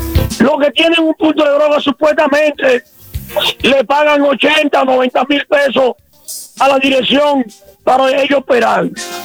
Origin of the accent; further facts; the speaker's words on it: Baní, Peravia, Dominican Republic; nosotros aquí, llanamente aquí en el pueblo, que somos de aquí de Baní